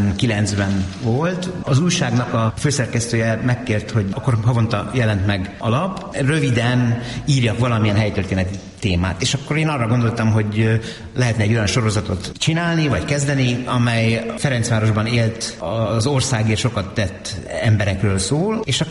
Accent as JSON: {"language": "Hungarian", "region": "Budapest", "country": "Hungary", "tie": "born or raised there", "said": "Igen, Budafokon nőttem fel."}